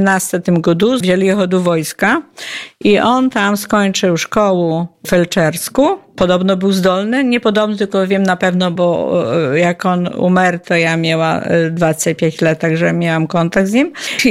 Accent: Szerszenie, Podlaskie Voivodeship, Poland; born or raised there; now in Siemiatycze, Poland

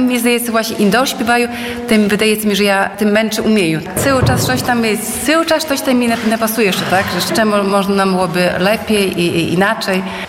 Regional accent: Łosinka, Podlaskie Voivodeship, Poland; now in Hajnówka, Poland; No ja na przykład dojeżdżaję z Hajnówki, ale pochodzę z Łosinki i też jakby, no, związana sercem z Łosinką, tak, bo tutaj wychowała się, tutaj chodzi do szkoły, tutaj rodzice żyli

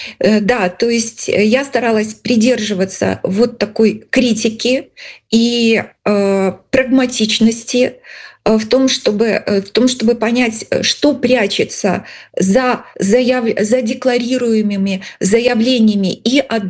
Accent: Mogilev, Mogilev Region, Belarus; я выросла в Могилеве, но уже не буду так прятать свой возраст. Мне было 9 лет, когда случилась авария, на Чернобыльской аварии.

